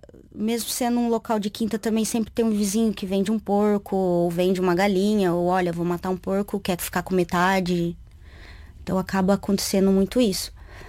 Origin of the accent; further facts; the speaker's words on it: Cerquilho, São Paulo, Brazil; moved away as an adult; also born or lived in Paraná; now in Portugal; se fosse comparar Cerquilho, de onde eu venho, interior de São Paulo